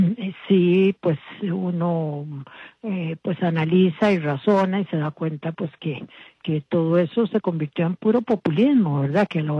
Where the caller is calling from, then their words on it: San José, Costa Rica; llamo de San José.